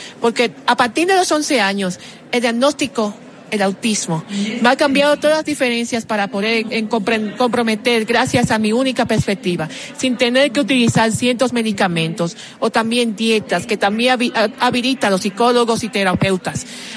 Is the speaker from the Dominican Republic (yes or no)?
yes; Dominican Republic